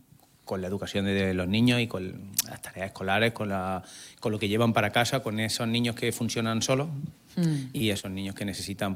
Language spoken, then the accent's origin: Spanish; a town in Seville province, Andalusia, Spain; moved away as an adult; also born or lived in Granada; now in Almería, Spain; aunque no soy de aquí, soy de Sevilla, de un pueblo de Sevilla, pero bueno, llevo desde el 98 aquí por Almería.